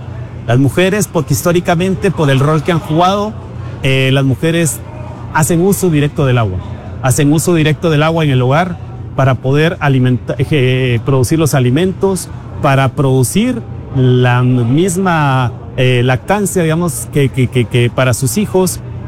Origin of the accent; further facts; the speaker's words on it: San Agustín Acasaguastlán, El Progreso, Guatemala; Personalmente soy de San Agustín a Casahuastlán